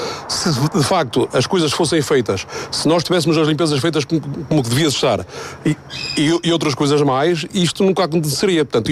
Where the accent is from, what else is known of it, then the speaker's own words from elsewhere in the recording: Santa Maria da Feira, Aveiro, Portugal; born there; sou de Santa Maria da Feira, nasci no lugar do Cabaco